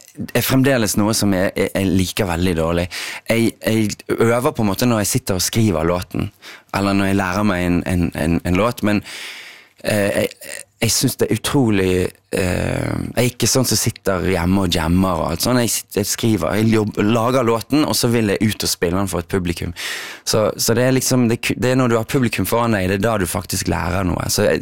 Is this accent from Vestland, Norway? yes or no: yes; Bergen, Vestland, Norway; Jeg født og oppvokst på Skjold.